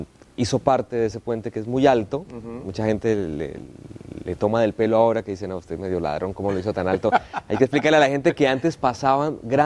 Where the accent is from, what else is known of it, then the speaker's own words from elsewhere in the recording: Andean interior, Colombia; also born or lived in Calamar, Bolívar; yo me crié en el interior